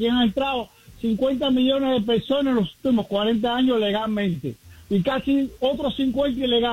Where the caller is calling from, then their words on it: New Jersey, United States; de New Jersey.